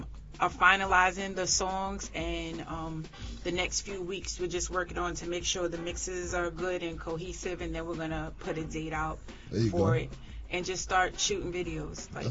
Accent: New York City, New York, United States; also born or lived in Brooklyn; I spent my first 6 years in Brooklyn, but I'm claiming Queens.

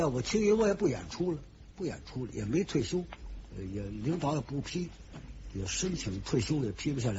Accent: Beijing, China; now in Tianjin, China; 我在天津这儿50多年了啊，我从北京来天津50多年了

